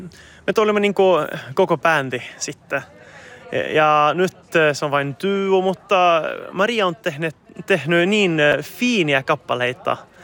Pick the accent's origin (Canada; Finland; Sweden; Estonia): Sweden; Sakajärvi, Norrbotten County; Mulle se on niinku, että minun kotikylä, Sakajärvi, se on nyt pojessa gruvan takia.